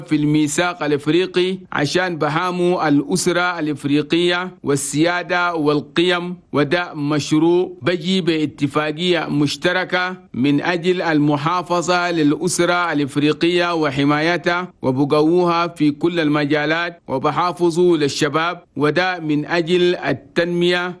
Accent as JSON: {"language": "Arabic", "country": "Chad", "said": "عشان ده بلدنا تشاد"}